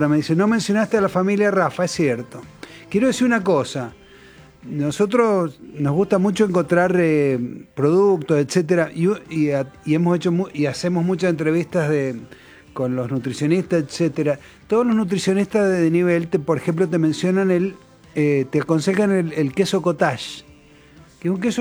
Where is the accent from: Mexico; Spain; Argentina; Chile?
Argentina; Mendoza; Yo soy peralino